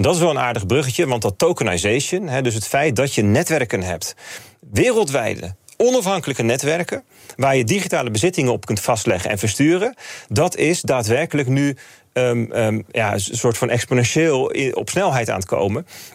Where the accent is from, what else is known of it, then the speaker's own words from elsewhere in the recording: Netherlands; voor ons als Nederlanders